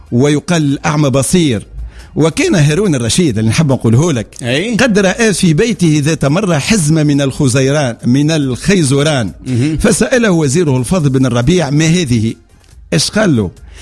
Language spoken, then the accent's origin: Arabic; Tunisia; ما نعرفش موجود عندنا في تونس ولا مش موجود.